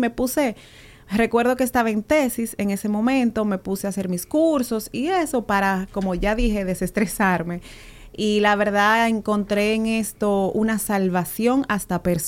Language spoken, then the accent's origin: Spanish; Dominican Republic; moved away as an adult; Yo nací aquí, pero me crié toda mi vida en República Dominicana, donde estudié, me formé. Y hice vida adulta y pequeña. Vine en el 2019, más o menos mayo.